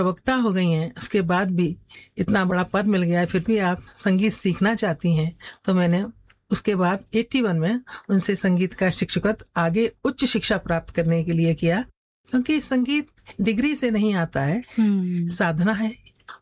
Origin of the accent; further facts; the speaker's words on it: Firozabad, Uttar Pradesh, India; born there; मेरा जन्म 1961 में हुआ था फिरोजाबाद में।